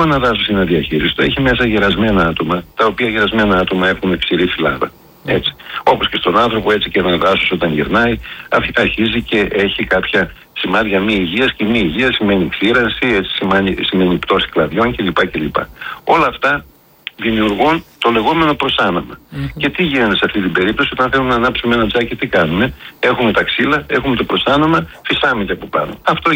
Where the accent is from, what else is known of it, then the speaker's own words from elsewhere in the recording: Thessaloniki, Central Macedonia, Greece; είμαι Θεσσαλονικιός